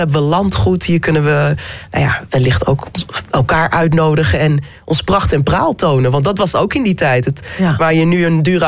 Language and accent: Dutch; Utrecht, Netherlands; born there; ik ben geboren in Utrecht.